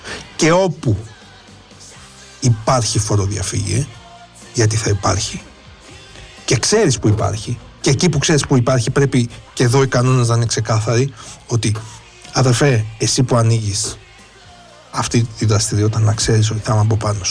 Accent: Epirus, Greece; flat tax που λέμε και στο χωριό μου στην Ήπειρο.

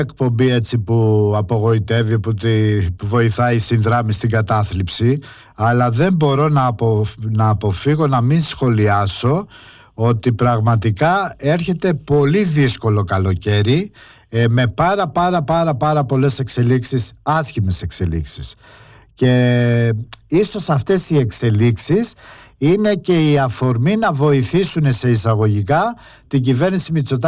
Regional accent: Limni, Central Greece, Greece; Είμαι από τη Λίμνη.

